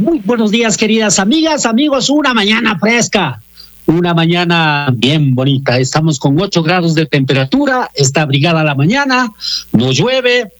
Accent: Ecuador; first language Kichwa; Spanish is a second language; En el Ecuador, los pueblos indígenas hablamos tanto su lengua materna, como es el quichua, y como el castellano

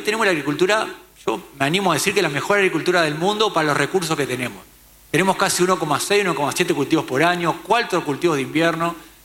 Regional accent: Uruguay; yo soy súper uruguayo.

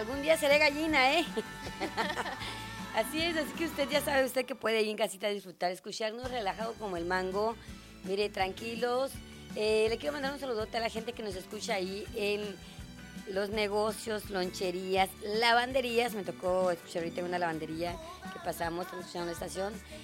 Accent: Mexico; ya saben que somos mexicanos y siempre buscamos motivos para festejar.

